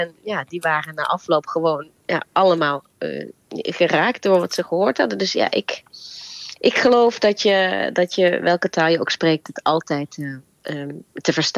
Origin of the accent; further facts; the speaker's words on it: Limburg, Netherlands; accent: Limburgish; We spreken gewoon plat, dialect met hem. En boekjes lezen we dan wel voor in het Nederlands. Maar ook dialectboekjes, die krijgt hij ook te horen. Maar we gaan hem wel, toch wel in het Limburgs opvoeden.